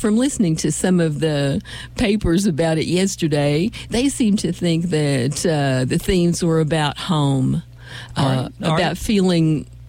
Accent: Kentucky, United States; I'm from southeastern Kentucky, where my family has been living for a really long time, and where I live now in Clay County.

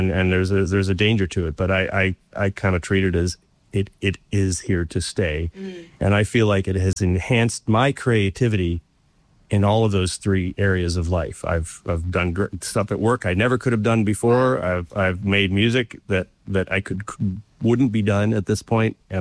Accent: Winchester, Virginia, United States; born or raised there; also born or lived in Brooklyn, United States / Long Island, United States

